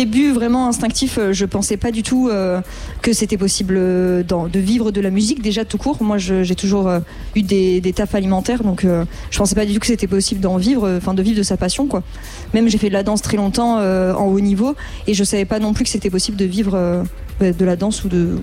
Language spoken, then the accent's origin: French; Nouvelle-Aquitaine, France; moved away as an adult; also born or lived in Bordeaux; Et à 19 ans, j'ai découvert la ville, parce que je viens pas de la ville, je viens d'une campagne près de Bordeaux, enfin une heure de Bordeaux.